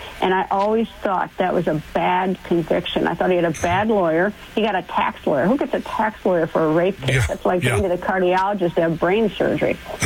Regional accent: Wisconsin, United States; I'm from Wisconsin.

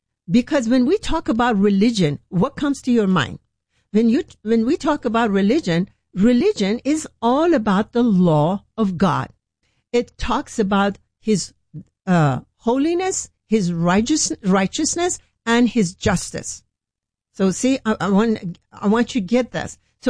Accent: Iran; English is a second language; moved away as an adult; when I grew up in Iran and I was a Muslim, I just thought entire first 21 years of my life in Iran, I thought the kosher meat is belong that Islam

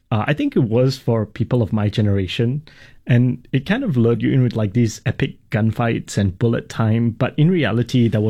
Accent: Singapore; I'm not sure if it's my personality or because I grew up in Singapore, but my tendency is to be very solutions-oriented.

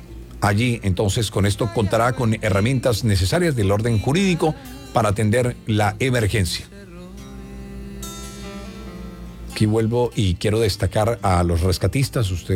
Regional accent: Colombia; somos todos los colombianos

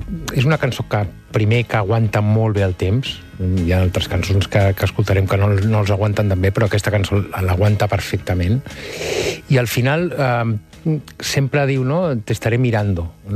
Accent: Barcelona, Catalonia, Spain; sóc de jesuïtes de Sarrià, o sigui, sí, vinc d'una família de classe mitja alta de la ciutat de Barcelona, molt clàssica i molt típica, no?, de professionals liberals

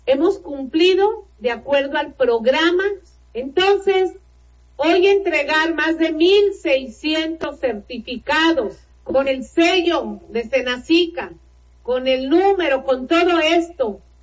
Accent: Veracruz, Mexico; Pero eso es lo que somos los veracruzanos.

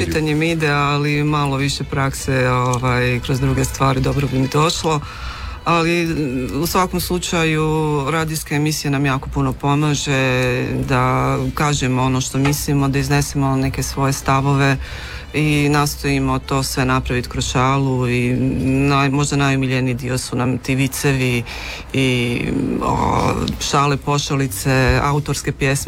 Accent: Sarajevo, Federation of Bosnia and Herzegovina, Bosnia & Herzegovina; born there; ja sam rođena u Sarajevu.

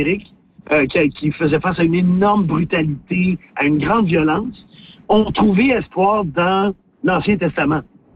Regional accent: Saint-Germain-de-Grantham, Quebec, Canada; Ma mère était organiste de notre église dans le petit village d'où je viens, moi, Saint-Germain de Grande-Tam, dans le comté de Drummond.

